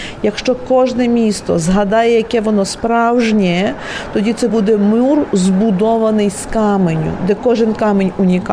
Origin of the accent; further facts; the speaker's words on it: Boryslav, Lviv Oblast, Ukraine; moved away; Я народилася в Бориславі. Борислав – це 100 кілометрів від Львова